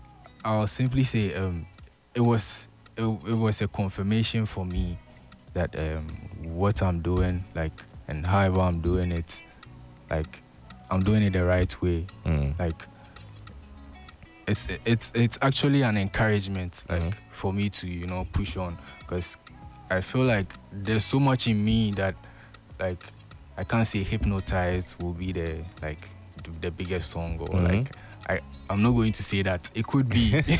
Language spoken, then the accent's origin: English; Elmina, Central Region, Ghana; Born and raised in Ghana, Charlie. I was born in Elmina.